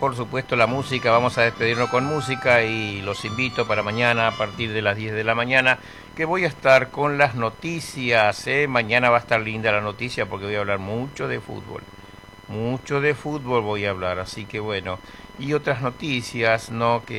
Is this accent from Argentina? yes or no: yes; Presidencia de la Plaza, Chaco, Argentina; moved away; Toda mi gente de Presidencia de la Plaza, mi pueblo allá en el Chaco.